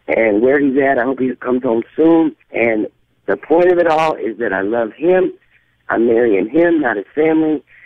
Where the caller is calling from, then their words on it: Shreveport, Louisiana, United States; I'm calling from Shreveport, Louisiana.